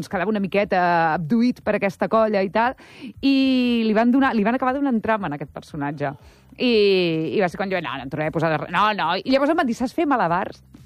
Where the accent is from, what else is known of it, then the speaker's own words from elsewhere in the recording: Premià de Mar, Catalonia, Spain; L'última Premià de Mar a casa meva, al meu poble.